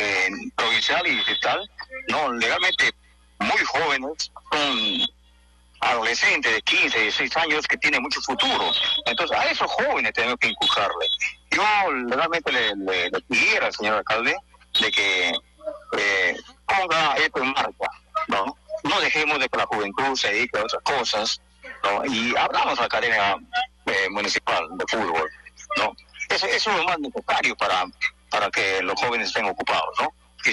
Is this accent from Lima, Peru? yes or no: no; Rioja, San Martín, Peru